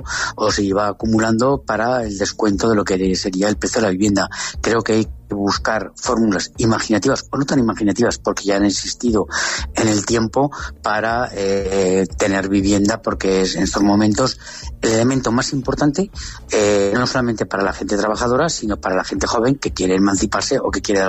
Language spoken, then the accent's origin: Spanish; Aragon, Spain; soy de, no de Teruel Capital, sino de lo que sería el Bajo Aragón